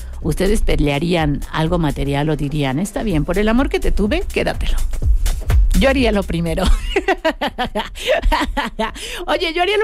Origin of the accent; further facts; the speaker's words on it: Mexico; ¿cuál es la peor costumbre de los mexicanos que como buenos mexicanos tenemos?